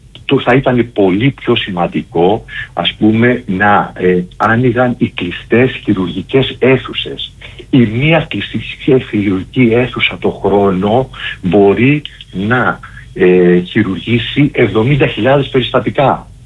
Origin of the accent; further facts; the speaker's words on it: Zakynthos, Ionian Islands, Greece; Επειδή είμαι Ζακυνθινός και έχω μεγαλώσει εδώ πέρα